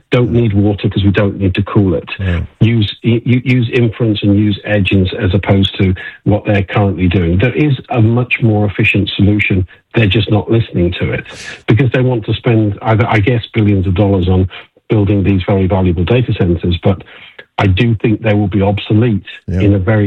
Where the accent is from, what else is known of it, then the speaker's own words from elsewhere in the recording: United Kingdom; now in United States; I'm a Brit